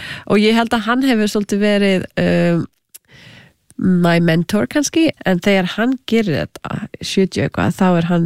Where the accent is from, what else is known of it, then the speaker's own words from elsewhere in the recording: Canada; ég ólst upp í Kanada með hálf indverskri móðu frá Suður Ameríku svo ég var þegar alþjóðlegt barn